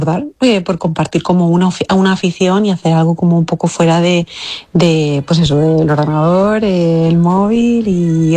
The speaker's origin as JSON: {"language": "Spanish", "town": "Valencia", "region": "Valencian Community", "country": "Spain", "said": "en Valencia, que es de donde yo soy"}